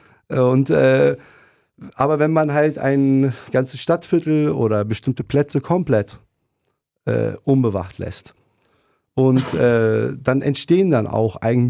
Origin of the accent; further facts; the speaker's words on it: Berlin, Germany; moved away; Ich bin in Berlin groß geworden.